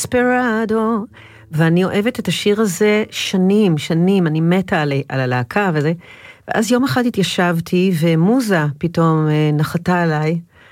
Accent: Tel Aviv, Tel Aviv District, Israel; also born or lived in a kibbutz (until age 3); וככה גדלתי בין שכונת התקווה לקפה פינאטי בדיזינגוף

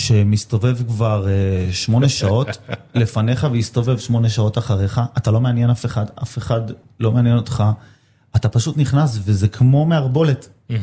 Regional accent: Jerusalem, Jerusalem District, Israel; אני כירושלמי

